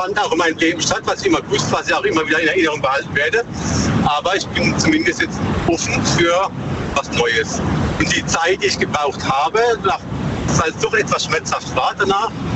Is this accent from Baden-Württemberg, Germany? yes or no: yes; Baden-Württemberg, Germany; Aus der Nähe von Bruchsal.